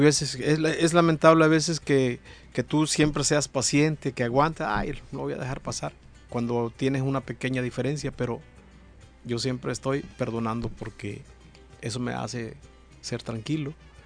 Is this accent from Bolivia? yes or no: no; Llano Largo, Mexico; moved away; Soy de Llano Largo, orgullosamente